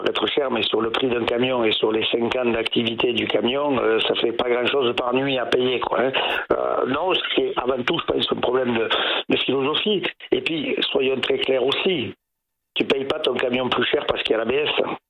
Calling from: France; Moi, je suis de Chambon

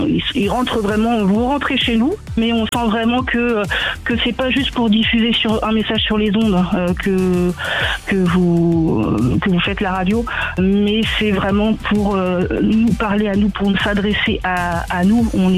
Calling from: Laval, Pays de la Loire, France; je viens de Laval.

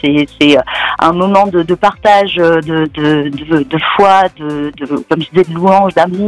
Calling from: Paray-le-Monial, Bourgogne-Franche-Comté, France; Paray-le-Monial, de là d'où je viens.

